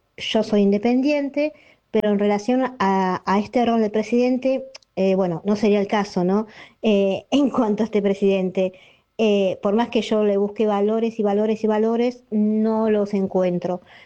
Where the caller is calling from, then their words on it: Buenos Aires, Argentina; de Capital.